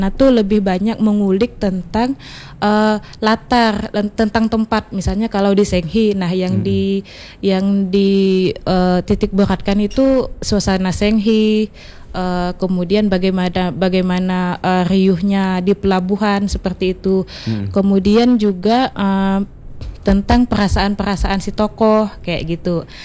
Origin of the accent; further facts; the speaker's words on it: Sambas, West Kalimantan, Indonesia; Saya Sambas Bang.